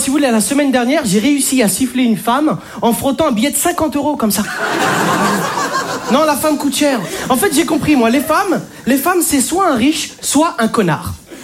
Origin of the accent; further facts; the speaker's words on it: Algeria; Je suis algérien.